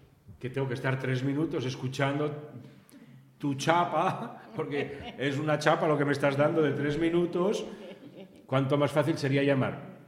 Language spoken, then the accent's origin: Spanish; Vigo, Galicia, Spain; Mi madre, por ejemplo, cuando vinimos de Vigo para acá, cuando llamaba por ejemplo, a Maribel, que es una amiga de Vigo